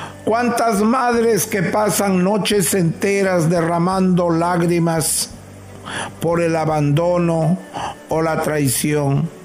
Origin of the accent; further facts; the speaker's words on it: Salalá, Piura, Peru; Cuando vayas algún día a Huancabamba, pregunta dónde queda Salalá. Cuando vayas a mi pueblo, un pueblo muy, muy humilde, pero con grandes conocimientos